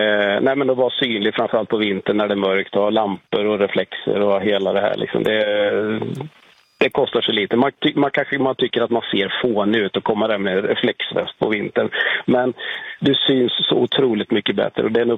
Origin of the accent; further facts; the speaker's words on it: Västra Götaland County, Sweden; Nej, jag är västgöte ursprungligen, men jag kallar mig för västgöte i exil.